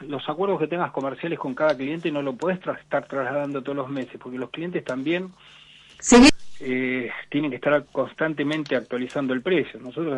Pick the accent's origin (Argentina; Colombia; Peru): Argentina; Chubut; nosotros somos … de Chubut